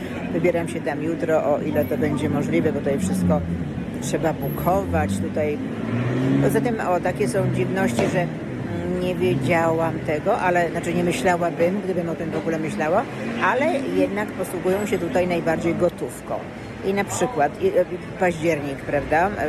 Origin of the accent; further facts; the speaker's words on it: Kraków, Lesser Poland, Poland; now in Sydney, Australia; ja jestem z Krakowa